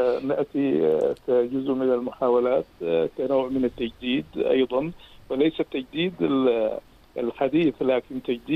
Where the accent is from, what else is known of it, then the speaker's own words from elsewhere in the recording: Sudan; moved away as an adult; now in Riyadh, Saudi Arabia; انا حقيقه انا سوداني ومقيم في المملكه العربيه طبعاً السعوديه طبعاً. في هذا البلد الطيب يعني لأكثر من عقدين يعني من الزمن